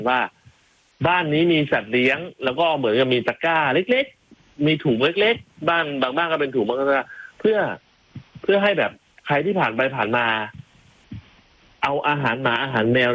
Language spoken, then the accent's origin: Thai; Chachoengsao, Thailand; born there; ครับผมเป็นคนเกิดน่าจะเป็นภูมิลำเนาเกิดเลยแหละเกิดที่ฉะเชิงเทรานั่นแหละ